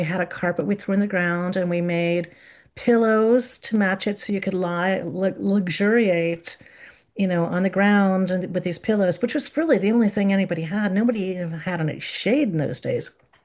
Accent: East Coast, United States; But I grew up in the East Coast with lush greenery, so this is a very foreign environment for me.

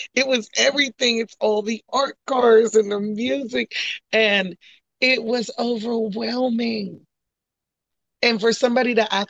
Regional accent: Phoenix, Arizona, United States; also born or lived in Pittsburgh; And I myself am one of those rare people where I was born in Pittsburgh, raised in Phoenix. I can take extreme heat, I can take extreme cold

